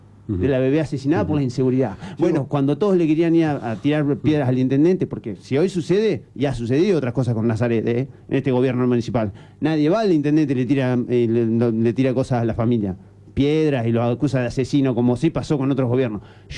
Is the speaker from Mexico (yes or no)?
no; Argentina; si somos argentinos vamos a otro país y nos cobran.